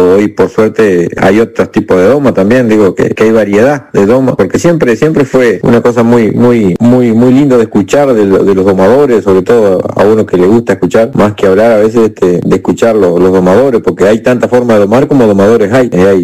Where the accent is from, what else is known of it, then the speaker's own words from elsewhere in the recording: Soriano, Uruguay; Nacimos allá en Azotea Vera, donde el caballo era una de los pilares principales de lo que era la casa